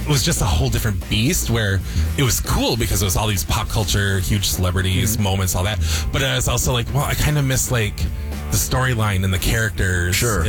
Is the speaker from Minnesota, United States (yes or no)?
yes; Little Falls, Minnesota, United States; moved away; We're actually from the same hometown, but we didn't know each other growing up.